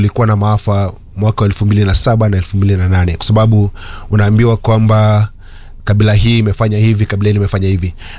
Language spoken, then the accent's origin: Swahili; Taita-Taveta County, Kenya; born there; I'm from Taita. Yeah, nilizaliwa Taita.